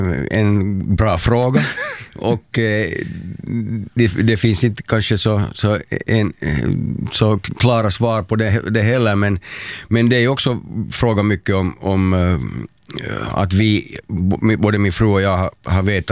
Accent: Helsinki, Uusimaa, Finland; Det är samma bostad där jag växte upp sedan jag var 5. Ja, vi bodde på ett annat ställe på Drumsö före det, men sedan jag var 5 så bodde vi just där var jag har mitt ställe nu också.

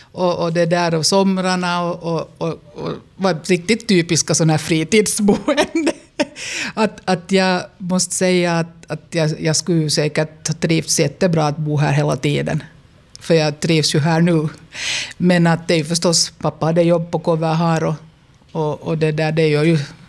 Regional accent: Hanko, Uusimaa, Finland; also born or lived in Bromarv; now in Tenala, Finland; dit kom jag då sen att flytta med mina föräldrar. Så att jag är uppvuxen i Hange och har gått i skola där.

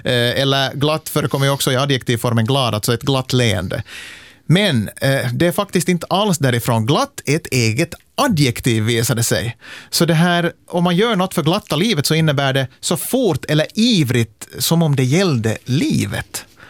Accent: Ostrobothnia, Finland; det kan ju hända att det beror på att jag är från Österbotten

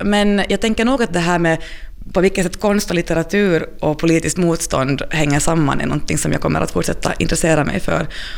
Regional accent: Finland

